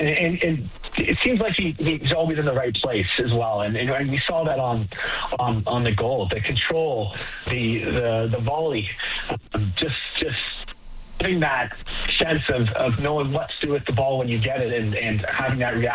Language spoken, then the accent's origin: English; Canada; maybe I'm a little biased because I'm Canadian